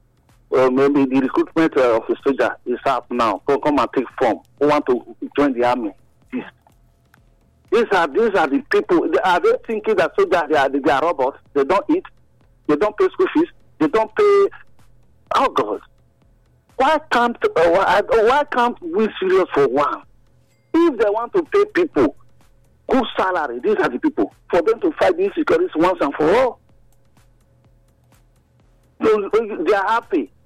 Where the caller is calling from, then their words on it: Benin City, Edo, Nigeria; I'm calling from Benin.